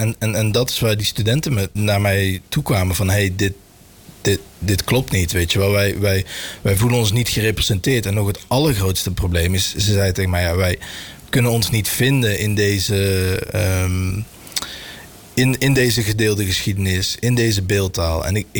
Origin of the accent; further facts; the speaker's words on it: Turnhout, Flanders, Belgium; also born or lived in Tilburg, Netherlands; nationaliteitsgewijs ben ik Nederland. Maar ik woon al heel mijn leven in België. Ja. Mijn ouders woonden daar voordat ik geboren was. Maar ik ben in Tilburg geboren.